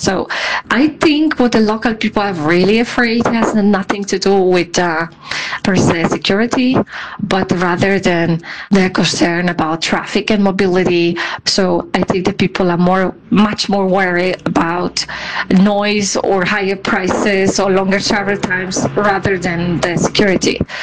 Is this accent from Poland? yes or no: yes; Poland; English is a second language; now in Guadalajara, Mexico; I'm from Poland originally, but I've been living in Guadalajara for the past 20 years.